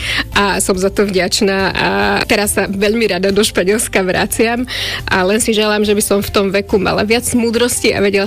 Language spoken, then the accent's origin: Slovak; Senica, Trnava Region, Slovakia; pochádzam zo Senice, mám 40 rokov